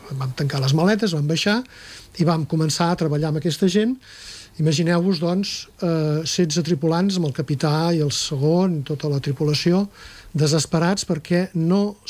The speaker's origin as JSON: {"language": "Catalan", "town": "Tarragona", "region": "Catalonia", "country": "Spain", "tie": "born or raised there", "said": "Jo sóc fill del barri del Port, vull dir, vaig néixer l'any 53 al carrer Castellarnau, he viscut tota la vida tocant el Port."}